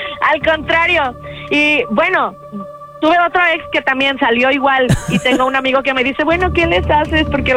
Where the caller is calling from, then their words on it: Puerto Vallarta, Jalisco, Mexico; No, soy de Puerto Vallarta.